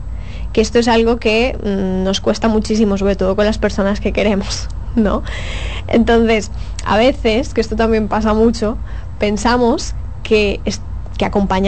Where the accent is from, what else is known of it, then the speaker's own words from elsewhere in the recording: Spain; moved away; como española que soy